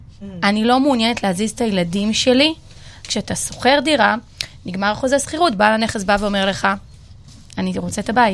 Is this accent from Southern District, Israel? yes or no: yes; Southern District, Israel; born there; moved away; אני גרה בערבה, שזה גבול מצרים. נולדתי בערבה, אני לא גרה עכשיו בערבה.